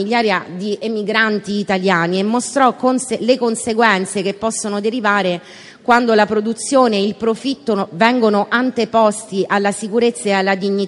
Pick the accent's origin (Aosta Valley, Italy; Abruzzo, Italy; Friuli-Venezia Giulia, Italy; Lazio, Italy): Abruzzo, Italy; abruzzesi, la mia terra di origine